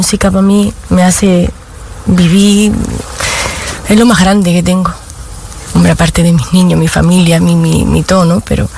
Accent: Granada, Andalusia, Spain; also born or lived in Osnabrück, Germany; Nací en Alemania porque mis padres se fueron allí a emigrar, pero vamos, que yo soy de Granada. Mi gente de Granada, toda del Sacromonte.

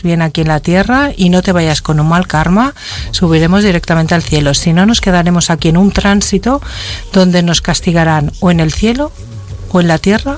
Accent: Catalonia, Spain; Y soy española y soy catalana, pero yo ya no sé a veces qué decir cuando ¿de dónde eres?

